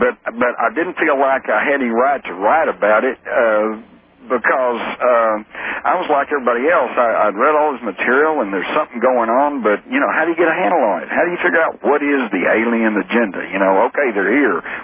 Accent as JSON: {"language": "English", "town": "Fort Worth", "region": "Texas", "country": "United States", "tie": "born or raised there", "accent": "Texas", "said": "I'm born and raised in Fort Worth."}